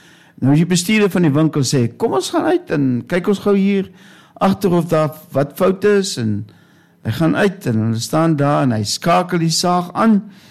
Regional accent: Northern Cape, South Africa; accent: Namaqualand Afrikaans; ek ken het dus met my Namakolandse taal

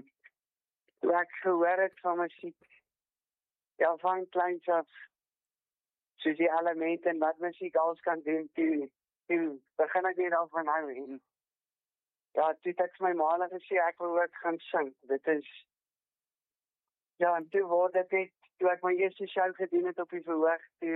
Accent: Bloemfontein, Free State, South Africa; Ek is gebore hier so in Bloemfontein en ek het school gegaan by Great College. So ja, ek van kleins af, is ek maar Bloemfonteiner

